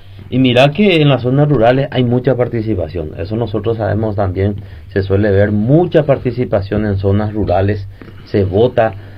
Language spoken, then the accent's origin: Spanish; San Estanislao, San Pedro, Paraguay; como ciudadanos paraguayos, como ciudadanos sanpedranos, como ciudadanos santanianos